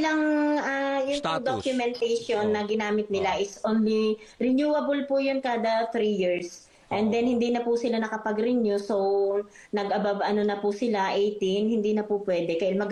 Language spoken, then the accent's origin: Tagalog; Tanauan, Calabarzon, Philippines; Opo, taga Batangas din po yung aking asawa. Taga Talaga po kami kay Apolinario Mabini, ng ating bayani.